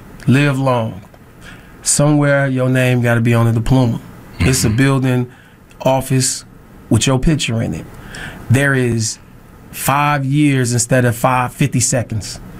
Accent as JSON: {"language": "English", "town": "Chicago", "region": "Illinois", "country": "United States", "tie": "born or raised there", "said": "I come from the Garfield Park area of Chicago, the drug capital, heroin capital of the world at the time I was growing up."}